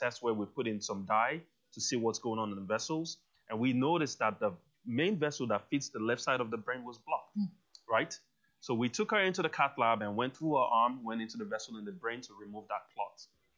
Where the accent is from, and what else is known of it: Nigeria; born there; moved away; also born or lived in United States